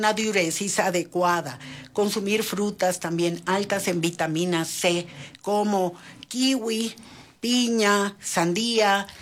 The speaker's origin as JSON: {"language": "Spanish", "region": "Tabasco", "country": "Mexico", "tie": "born or raised there"}